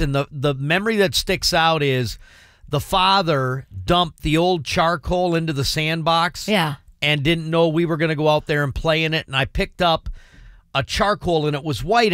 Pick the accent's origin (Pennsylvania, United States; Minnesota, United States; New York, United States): Minnesota, United States; born there; moved away; I can remember being at my old house in the city I was born in Minnesota.